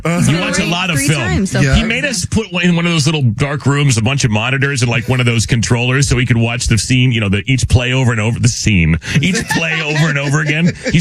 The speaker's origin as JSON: {"language": "English", "country": "United States"}